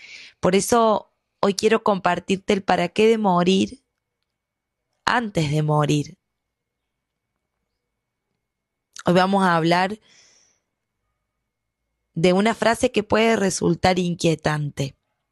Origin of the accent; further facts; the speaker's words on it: Córdoba, Argentina; Soy de Córdoba, Argentina.